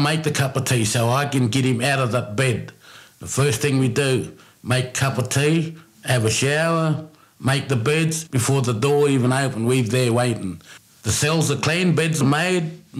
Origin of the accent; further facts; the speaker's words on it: Brewarrina, New South Wales, Australia; I'm from Bree Warrener. My tribe is Murawari.